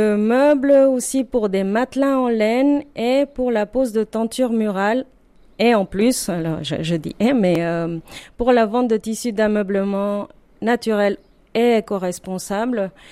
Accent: Mexico; moved away as an adult; now in Revermont, France; Oui, je suis arrivée en 2015. Après, alors moi, je viens du Mexique. J'avais fait les Beaux-Arts là-bas.

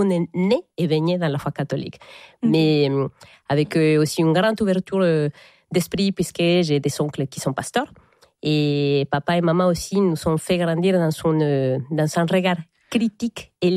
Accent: Querétaro, Mexico; accent: Mexican; French is a second language; now in France; Alors moi j'ai grandi dans une ville qui s'appelle Querétaro. Et donc, qui est au nord de la ville de Mexico, à 1205 kilomètres, mais pas au nord du pays. C'est vraiment dans les centres du pays.

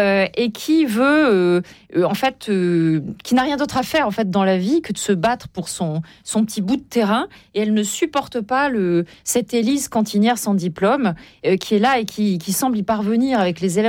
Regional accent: Auvergne-Rhône-Alpes, France; Donc je suis auvergnate, et mes parents, lorsque nous étions... enfants, dans les années 70, souhaitaient nous montrer autre chose que la campagne, en fait, la montagne.

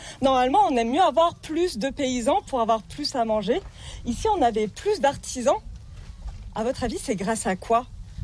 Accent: Guilherand-Granges, Auvergne-Rhône-Alpes, France; born there; Ouais, je suis née à Guillaure-en-Grange.

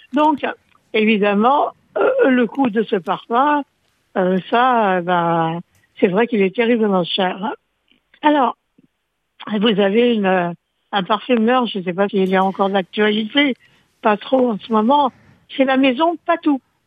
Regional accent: France; chez nous en France

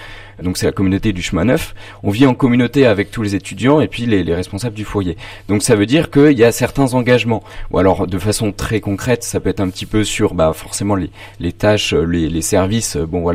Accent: Poissy, Île-de-France, France; moved away as an adult; now in Reims, France; Alors moi, j'ai grandi à Poissy, donc dans les Yvelines. J'ai fait une licence en design à Paris. Et pour mon master, je suis venu à Reims, donc toujours en design. Donc je suis à l'ESA de l'école d'art et de design, qui est rue Libergier.

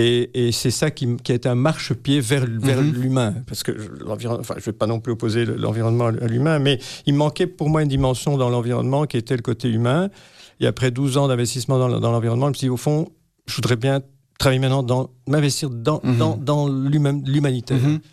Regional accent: Belgium; On est européen, on est belge, on a cette éducation-là.

